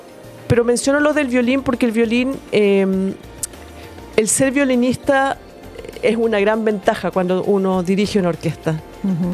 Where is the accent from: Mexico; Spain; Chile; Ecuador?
Chile; Concepción, Biobío; also born or lived in United States; Yo soy de Concepción